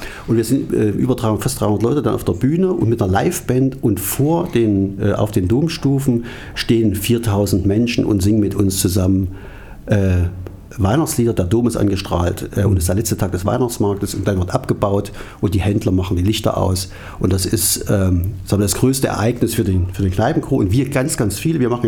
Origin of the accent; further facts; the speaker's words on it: Erfurt, Thuringia, Germany; Ich bin Erfurter. Tatsächlich. Okay. Ja, ich bin Erfurter. Ich bin nicht in der Magdeburger Allee aufgewachsen, aber meine erste Single-Wohnung, die ich hatte, war in der Bebelstraße.